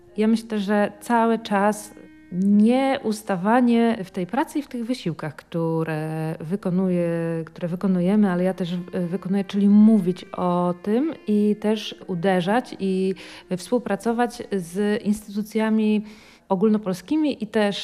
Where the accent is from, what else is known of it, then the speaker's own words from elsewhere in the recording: Pomeranian Voivodeship, Poland; u nas na Kaszubach